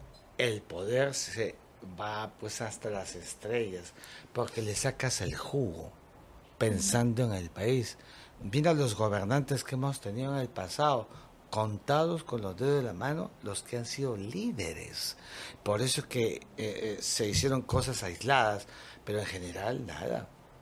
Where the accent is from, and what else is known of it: Peru